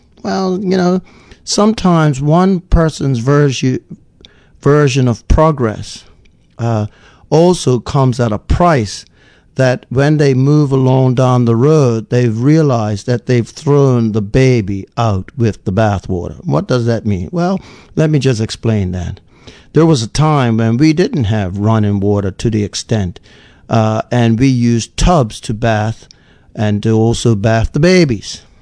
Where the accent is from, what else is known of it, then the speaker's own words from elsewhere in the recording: Bermuda; You took very practical, necessary personal hygiene cleansing baths growing up in Bermuda.